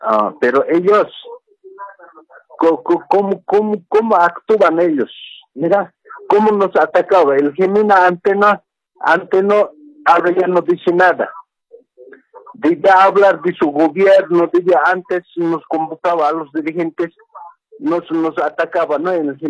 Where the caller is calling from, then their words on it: Cochabamba, Bolivia; hablo de Cochabamba